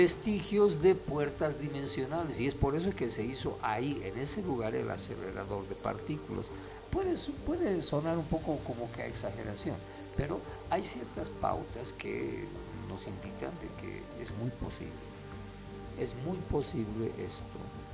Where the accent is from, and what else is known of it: Bolivia